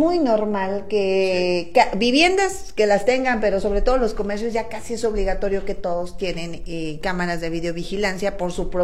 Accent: Santiago Papasquiaro, Durango, Mexico; moved away; saludos hasta mi tierra, la tierra del Pinole, mi tierra tan querida.

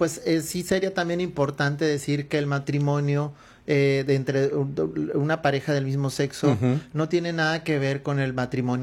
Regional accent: Mexico; somos ciudadanos mexicanos

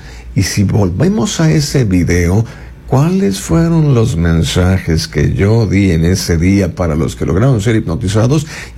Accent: Chile; now in Mexico; Yo soy chileno, residente permanente mexicano.

